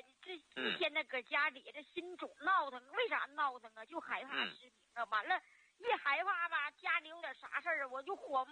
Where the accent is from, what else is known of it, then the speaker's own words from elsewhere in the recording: Anshan, Liaoning, China; 咱家鞍山的。